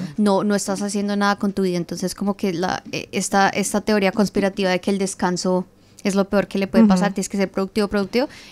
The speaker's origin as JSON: {"language": "Spanish", "country": "Colombia", "moved": "as an adult", "lives_now": "Australia", "said": "Soy colombiana. Yo en Colombia trabajaba en el aeropuerto como asistente de exportaciones"}